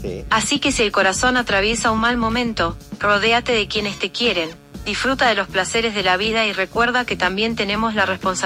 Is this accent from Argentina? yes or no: yes; Argentina; now in Mexico; la argentina más mexicana.